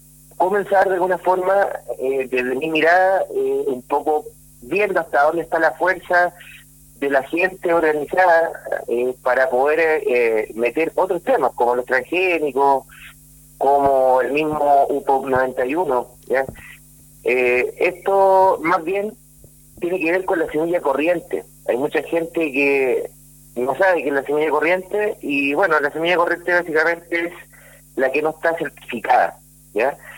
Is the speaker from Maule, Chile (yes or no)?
no; Cabildo, Valparaíso, Chile; Yo soy cabildano, nací en Valparaíso, me crié en Cabildo toda mi vida, entonces siempre tuve la intención de devolverme a mi tierra